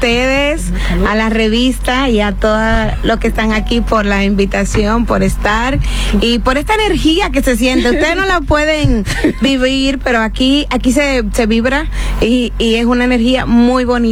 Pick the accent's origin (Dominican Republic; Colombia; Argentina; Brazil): Dominican Republic; moved away as an adult; now in Spain; siempre digo que soy de un campo, del Cruce de San Rafael, un campo pequeño, pero en esa trayectoria también de infancia viví en Rancho Español, en Samaná, cuando recién nací. Y luego me fui de adolescente a Los Mameyes, Santo Domingo Este.